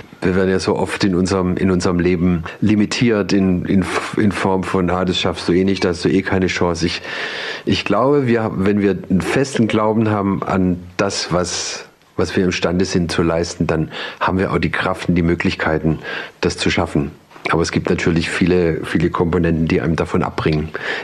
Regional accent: Pforzheim, Baden-Württemberg, Germany; ob ich mir nicht mal Gedanken machen wollte, einen Song über meine Heimatstadt zu machen. Würde doch naheliegen, so als Pforzheimer.

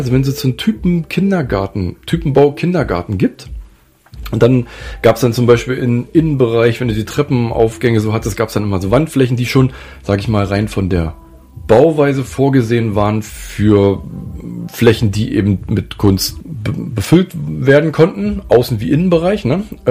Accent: East Germany, Germany; born there; Ich bin ja auch im Land geboren, was es gar nicht mehr gibt

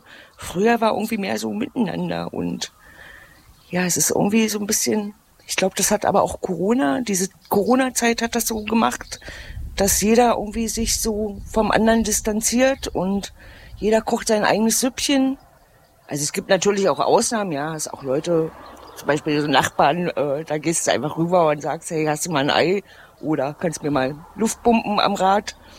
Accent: Mieste, Saxony-Anhalt, Germany; Ich komme aus Miste, das ist mitten im Drömmling in der Altmark. Ja, ist halt alles wahnsinnig ländlich, ne? Also wir haben mehr Bäume als Menschen.

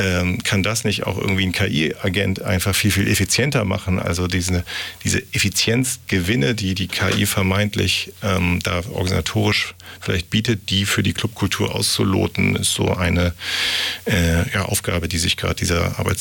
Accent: Hamburg, Germany; nehmen wir auch als Hamburgerin wiederum viel mit.

